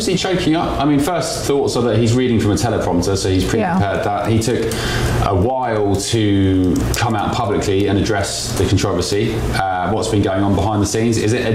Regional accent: Shoreham-by-Sea, South East England, United Kingdom; born there; I was born in Shoreham, actually

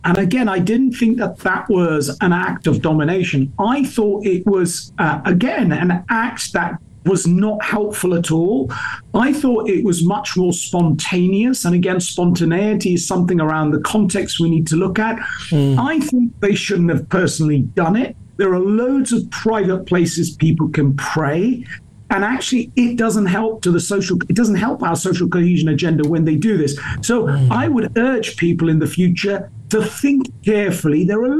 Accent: United Kingdom; I speak as a British Muslim member myself

